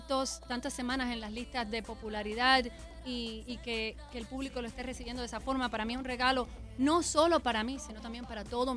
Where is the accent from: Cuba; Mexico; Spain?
Cuba; de donde yo soy, son muy de tríos, muy de rancheras, okay, y eso es lo que se escuchaba en esa parte específicamente de Cuba